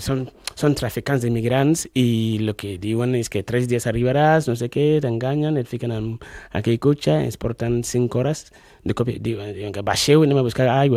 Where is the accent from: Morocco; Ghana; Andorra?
Ghana; no només venim gent de Ghana, venim gent de molts llocs